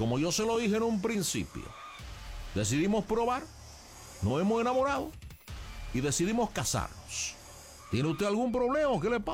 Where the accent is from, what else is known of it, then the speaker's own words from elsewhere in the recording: Cuba; now in United States; Yo soy cubano. Soy ciudadano americano.